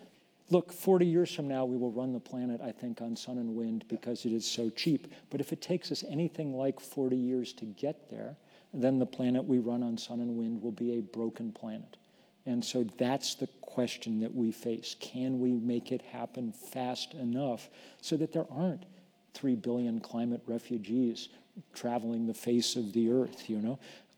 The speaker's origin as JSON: {"language": "English", "country": "United States", "said": "as an American"}